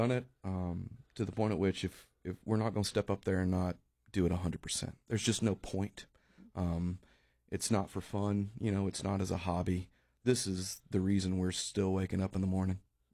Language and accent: English; Nashville, Tennessee, United States; moved away as an adult; now in Juneau, United States; I grew up right around Nashville and was there for 5 or 6 years, but I kind of got done with that city, and I needed something different. And that's how I arrived in Juneau.